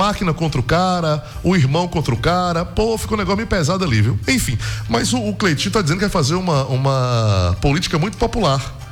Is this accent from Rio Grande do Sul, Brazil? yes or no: no; Ceará, Brazil; Vai pro Ceará, minha terra. Eu voltei, Ceará.